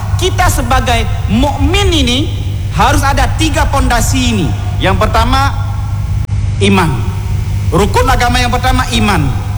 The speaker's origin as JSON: {"language": "Indonesian", "region": "Aceh", "country": "Indonesia", "said": "kita orang Aceh"}